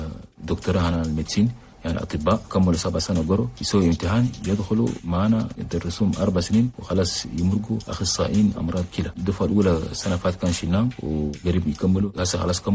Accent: Chad; لكن عندنا في تشاد ما بيدنا ماله لأنه في تشاد إلى الآن ما عندنا يعني قانون يقدر ينظم لنا الزرع

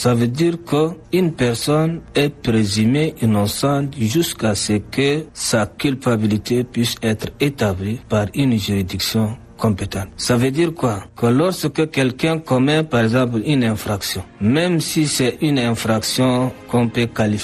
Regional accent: Chad; chez nous au Tchad

